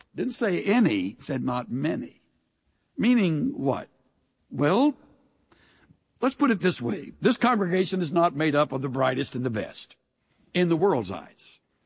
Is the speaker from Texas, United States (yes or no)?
yes; El Campo, Texas, United States